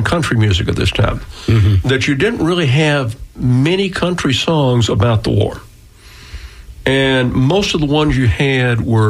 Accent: the South, United States; I grew up in the South.

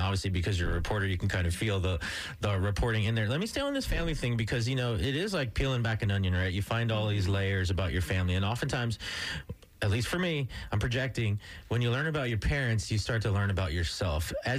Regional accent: Hawaii, United States; born there; My parents are from the Philippines, so I was born in Hawaii. Same, I have the same birth certificate factory as Barack Obama.

